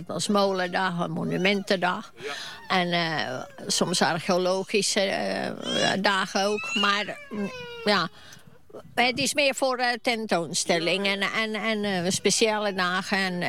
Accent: Finland; also born or lived in Sweden; Ik kom uit Finland. En mijn moeder woont in Noorwegen... Maar we hebben ook in Zweden gewoond.

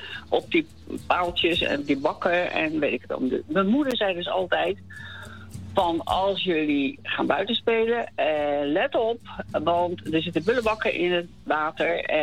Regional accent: Gouda, South Holland, Netherlands; now in Rijswijk, Netherlands; Overigens, ik ben geboren in Gouda, maar ik woon in Rijswijk.

